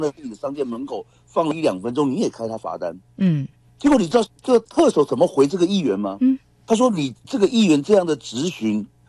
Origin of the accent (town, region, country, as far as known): Taiwan